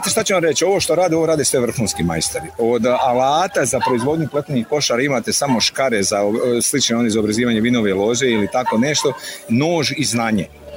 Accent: Domaljevac, Federation of Bosnia and Herzegovina, Bosnia & Herzegovina; znači dolazim iz Domaljevca, to vam je općina Domaljevac-Šamac

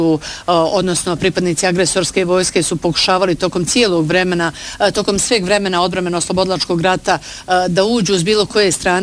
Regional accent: Hotonj, Federation of Bosnia and Herzegovina, Bosnia & Herzegovina; evo konkretno u Hotonju, odakle sam ja, ali da nas jednostavno nije bilo strah sve dok smo znali da su takvi borci na linijama

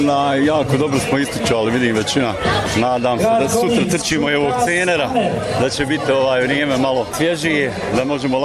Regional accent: Sarajevo, Sarajevo Canton, Bosnia & Herzegovina; dolazim iz Sarajeva.

